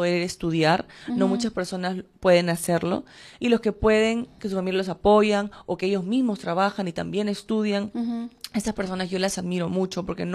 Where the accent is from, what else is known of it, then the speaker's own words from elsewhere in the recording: Peru; also born or lived in United States / California; yo nací en Estados Unidos, pero me crié aquí en Perú toda mi vida.